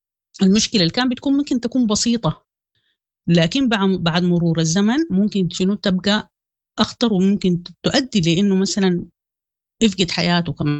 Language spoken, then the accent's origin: Arabic; Sudan; حتى في التربيه حقتنا نحن كسودانيين انه مثلا انه الراجل ما بيبكي،